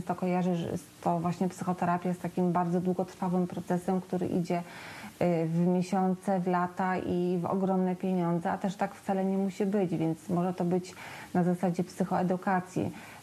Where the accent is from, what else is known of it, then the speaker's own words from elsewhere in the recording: Lublin, Lublin Voivodeship, Poland; w miejscu, gdzie ja mieszkam, jestem z Lublina